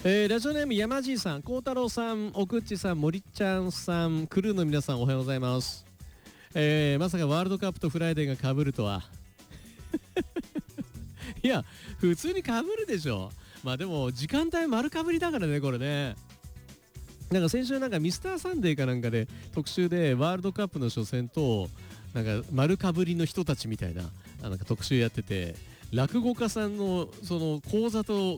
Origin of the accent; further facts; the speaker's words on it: Tokyo, Japan; 私も東京都民なんですけど